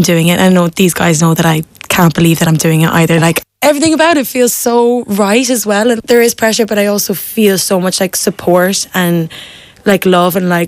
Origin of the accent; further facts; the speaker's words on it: Munster, Ireland; moved away; I'm from Clare